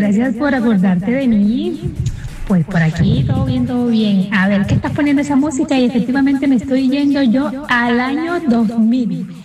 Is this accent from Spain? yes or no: no; Cartagena, Bolívar, Colombia; born there; also born or lived in Palestina (barrio), Cartagena / Boston (barrio), Cartagena; cuando vivía en Palestina yo. Y en el barrio Boston, bueno, ya ni te cuento. Aunque si te digo la verdad, yo nací en Canapote.